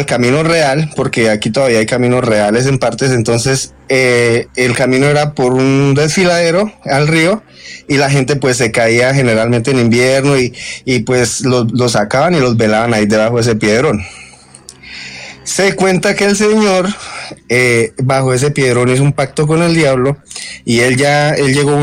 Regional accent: Casanare, Colombia; Tengo una de aquí de la región donde me crié. Yo soy del Casanare. en medianías con Boyacá, en el río que divide Casanare y Boyacá, que nace la laguna de Tota.

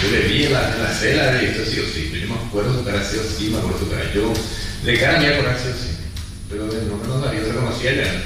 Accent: Asunción, Paraguay; yo soy de Tapa, yo soy de Asunción, le dije, yo era Asunción.

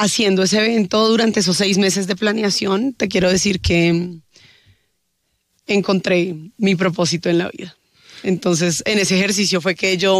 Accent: Bogotá, Colombia; Nací en Bogotá

